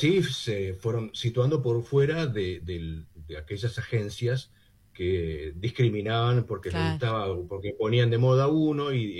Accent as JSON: {"language": "Spanish", "region": "Patagonia", "country": "Argentina", "also_born_or_lived": "Buenos Aires", "moved": "as an adult", "lives_now": "Mar del Plata, Argentina", "said": "yo en la Patagonia, soy patagónico"}